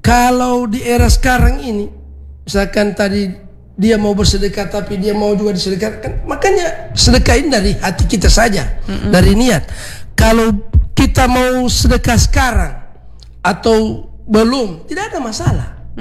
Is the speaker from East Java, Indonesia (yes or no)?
no; Ampana, Central Sulawesi, Indonesia; Ampana satu kampung saya itu.